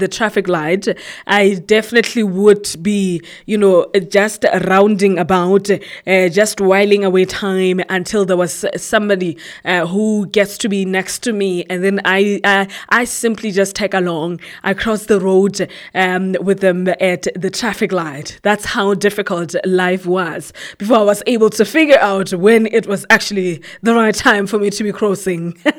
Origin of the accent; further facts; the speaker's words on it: Quthing, Lesotho; moved away as an adult; now in Maseru, Lesotho; I grew up in Kuting. I spent my whole life in Kuting, and now all of a sudden it's a change of scenario.